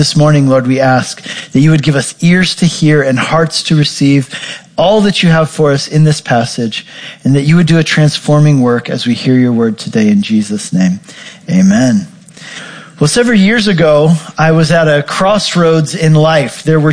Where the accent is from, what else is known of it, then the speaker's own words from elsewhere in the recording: Colorado, United States; I grew up in Colorado.